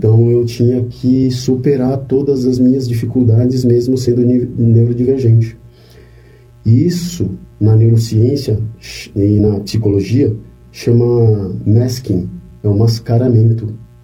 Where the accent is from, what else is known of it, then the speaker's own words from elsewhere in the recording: São Paulo, Brazil; Eu sou paulistano, nasci na capital, vivi minha vida inteira na capital e sempre fui uma criança muito intensa.